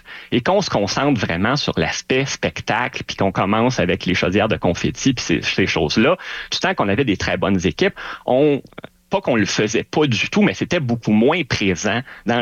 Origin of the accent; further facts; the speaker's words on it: Quebec, Canada; Nous, chez nous au Québec, on n'a pas de Savannah Bananas, on n'a pas de Harlem Globetrotters, mais il y a une chose qu'on